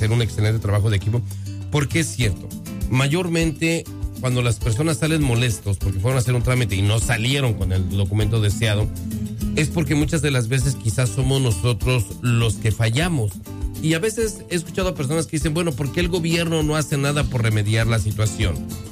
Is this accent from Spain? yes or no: no; Mexico; now in United States; Pero, por ejemplo, en el consulado, como nosotros como mexicanos, a veces es un poquito más complicado